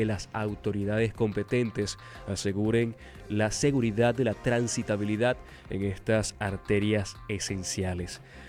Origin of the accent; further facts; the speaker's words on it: Venezuela; lo mejor que podemos hacer como venezolanos